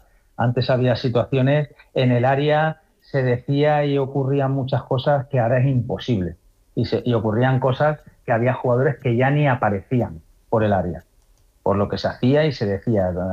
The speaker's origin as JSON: {"language": "Spanish", "town": "Zaragoza", "region": "Aragon", "country": "Spain", "said": "Yo soy maño, me considero maño, bautizado y pasado por el manto del Pilar"}